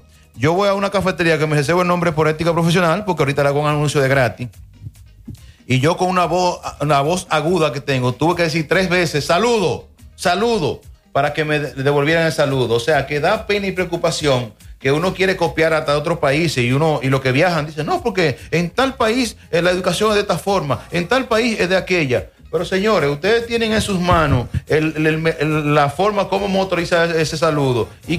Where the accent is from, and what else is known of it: Dominican Republic